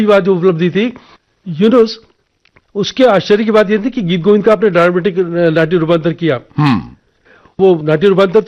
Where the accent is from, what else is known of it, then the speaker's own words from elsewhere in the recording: Jaipur, Rajasthan, India; जयपुर मेरे लिए पूरा खुला मंच था